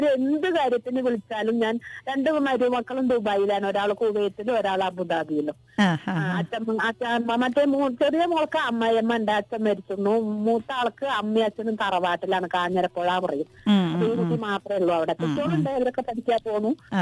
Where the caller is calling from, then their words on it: Cherpulassery, Kerala, India; ചെർപ്പളശ്ശേരി എന്നുള്ള സ്ഥലത്തുനിന്ന